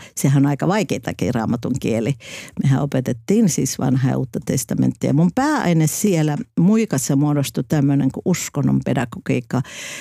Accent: Kilimanjaro, Tanzania; now in Finland; Kaikki kysyy, mistä mä oon kotosi, niin mä sanoin, että made in Kilimanjaro.

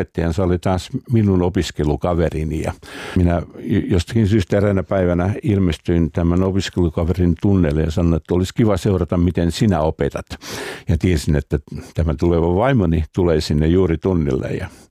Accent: Salo, Southwest Finland, Finland; meillä on Sävel on vapaa -ohjelma, jota mä kuuntelin jo pikkupoikana Salossa.

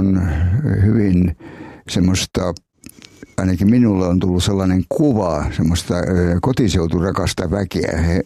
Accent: Enonkoski, South Savo, Finland; olen Itä-Savosta, Etelä-Savosta lähtöisin Enonkoskelta

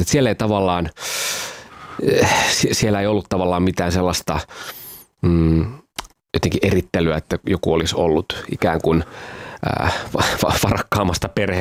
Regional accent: Pori, Satakunta, Finland; born there; also born or lived in Kuorevesi, Finland; me muutettiin tosiaan silloin sieltä Kuorvedeltä Poriin ja mä aloitin tokaluokan siellä

